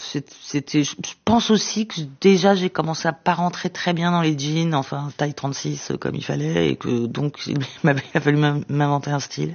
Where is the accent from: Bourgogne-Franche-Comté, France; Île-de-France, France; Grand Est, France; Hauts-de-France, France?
Île-de-France, France; Sarcelles; Et je venais de Sarcelles qui était tout blanc, tout moderne.